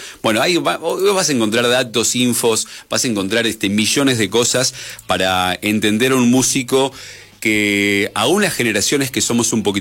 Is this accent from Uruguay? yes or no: no; Argentina